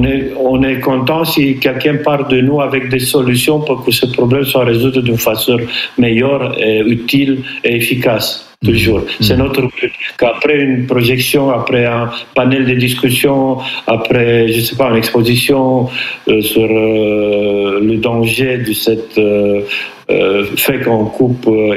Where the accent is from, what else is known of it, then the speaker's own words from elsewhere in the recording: Brașov, Brașov County, Romania; même ici chez nous à Brasov